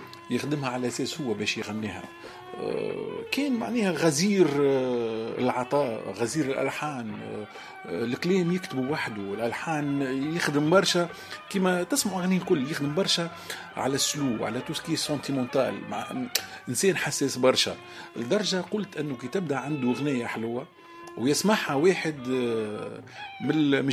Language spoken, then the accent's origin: Arabic; Tunisia